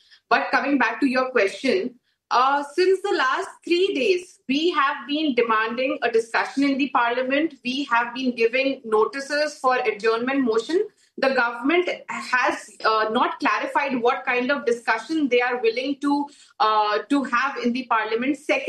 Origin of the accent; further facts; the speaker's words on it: Maharashtra, India; I come from Maharashtra.